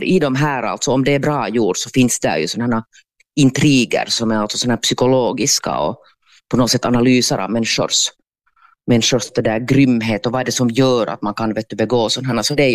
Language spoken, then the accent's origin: Swedish; Porvoo, Uusimaa, Finland; now in Helsinki, Finland; Jag var ju ganska nyinflyttad i Helsingfors, jag hade flyttat från Borgå